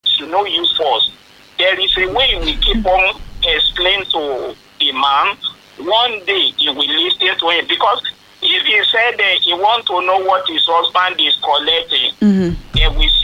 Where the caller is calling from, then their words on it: Ojo, Lagos, Nigeria; I'm calling from Ojo side.